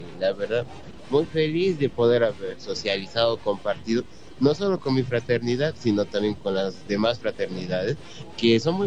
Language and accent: Spanish; Bolivia; todos somos bolivianos y todos tenemos derecho a bailar en danzas.